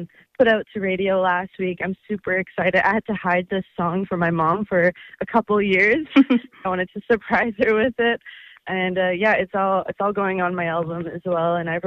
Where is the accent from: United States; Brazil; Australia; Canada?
Canada; Red Deer, Alberta; now in Calgary, Canada; I'm from Alberta. I grew up in Red Deer and I now call Calgary home.